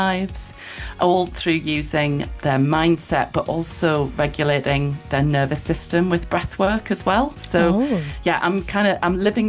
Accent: Sunderland, North East England, United Kingdom; So I'm from Sunderland originally, around Oxford Park area, for those that are local.

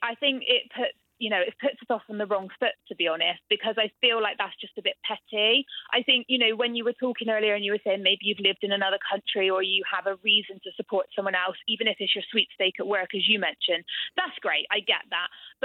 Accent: England, United Kingdom; So as an English person

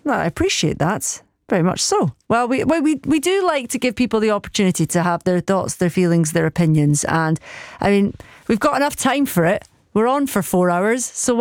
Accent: Edinburgh, Scotland, United Kingdom; So there you go. I'm from Edinburgh.

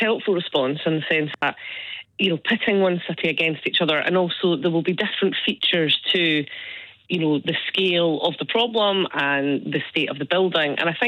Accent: Livingston, Scotland, United Kingdom; as somebody that's born and bred in Livingston

